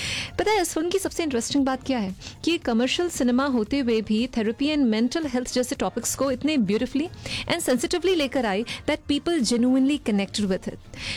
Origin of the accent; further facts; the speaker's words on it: Chhattisgarh, India; हम छत्तीसगढ़ से हैं तो ये बात सुनकर बहुत अच्छा लगा